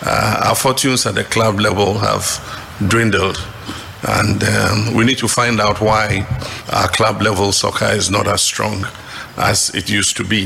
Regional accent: Ghana; And there are many times that I have traveled to different countries. And once you are identified as a Ghanaian, somebody would shout, oh, Asante Kotoko

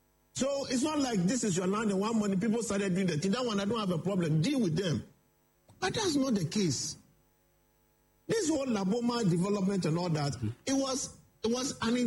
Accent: Jamestown, Greater Accra, Ghana; Me, I don't come from La. I come from Jamestown, British Accra.

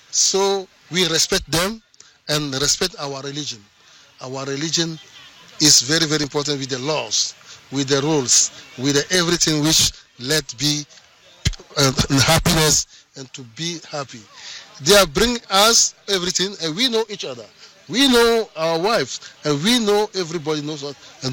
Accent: Togo

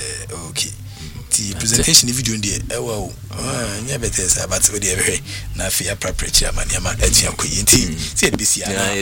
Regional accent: Labadi, Greater Accra, Ghana; from Labadi.

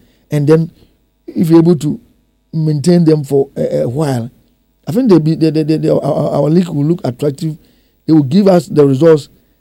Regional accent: Sekyere South District, Ashanti, Ghana; now in Kumasi, Ghana; Well, I am from Asamai and Yamwasi. My mother is from Asamai and Yamwasi, all both in the Sechere South District. And our capital is Aguna. Our constituency is Efija Sechere East.

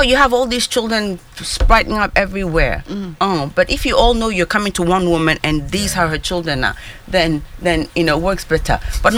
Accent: Ghana; I was brought up in Ghana.

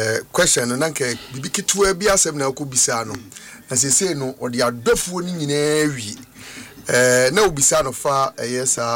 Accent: Ghana; I must be concerned as a Ghanaian.

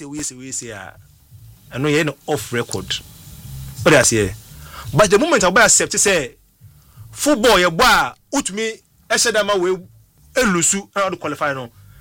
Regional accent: Yemen; English is a second language; Then because I'm from Yemen, you know, my AF in time for him, the Moka.

